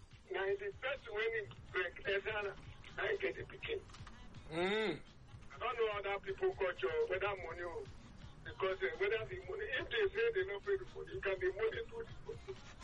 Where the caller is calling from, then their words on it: Isoko, Delta, Nigeria; I'm from Isoko.